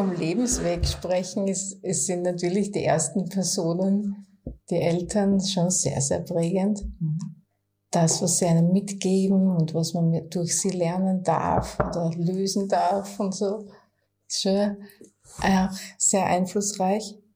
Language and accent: German; Gillersdorf, Styria, Austria; mein Start war tatsächlich im ländlichen Raum, in einem kleinen Ort, der heißt Gillersdorf, an der Grenze Richtung Burgenland schon.